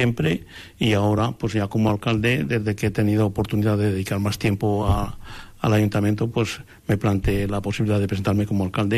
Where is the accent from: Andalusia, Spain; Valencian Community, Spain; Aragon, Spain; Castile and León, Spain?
Aragon, Spain; Ateca; desde siempre, desde crío, ya digo que yo no tenía otro referente que el permanecer en Ateca y sentirme un atecano al 100%, y pensar siempre en hacer cosas para mi pueblo.